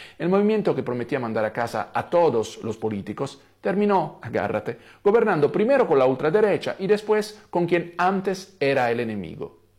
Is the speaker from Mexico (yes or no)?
no; Italy; un experimento que ya ocurrió en mi país y que terminó como termina siempre. Italia 2009